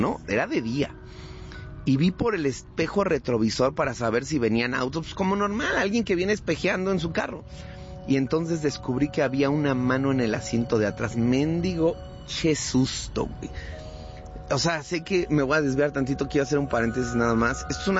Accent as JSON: {"language": "Spanish", "town": "Mixquiahuala", "region": "Hidalgo", "country": "Mexico", "tie": "born or raised there", "said": "Yo crecí en Mixquiahuala. Crecí en Mixquiahuala y cuando era adolescente iba mucho con mis amigos"}